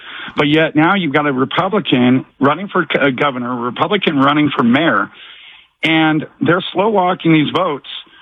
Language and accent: English; Brentwood, California, United States; I'm originally from the Brentwood Palisades area and spent a lot of time in my childhood and adolescence going to all the places in Palisades.